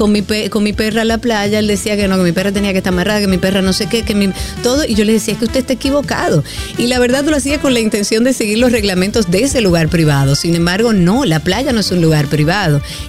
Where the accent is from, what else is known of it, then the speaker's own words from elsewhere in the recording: Dominican Republic; nosotros como dominicanos